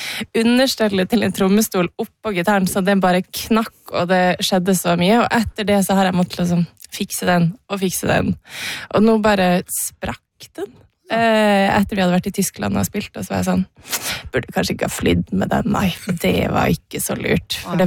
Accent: Northern Norway, Norway; jeg kommer fra Nord-Norge, og vi har hytta på Senja. Så troll I Senja har jo jeg vokst opp med.

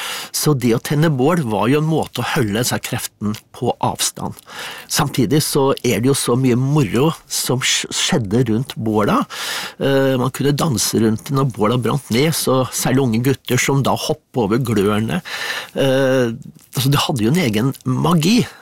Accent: Våler, Innlandet, Norway; da jeg vokste opp, altså jeg kommer fra Våler i Solør

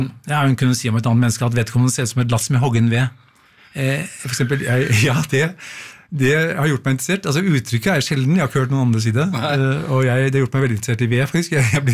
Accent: Lysaker, Akershus, Norway; Jeg vokste opp på Lysaker.

